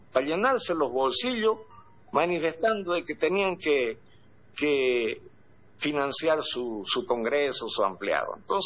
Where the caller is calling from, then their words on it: Santa Cruz, Bolivia; yo como cruceño y mucha gente cruceña